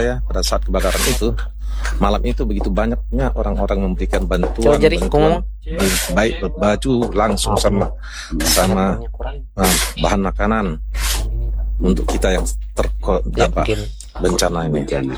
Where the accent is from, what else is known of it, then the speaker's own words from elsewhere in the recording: Aceh, Indonesia; also born or lived in Medan; Karena selain saya lahir di Medan, di Tapanuli, tapi saya besar di Aceh ini, khususnya di Kota Lok Semaibra.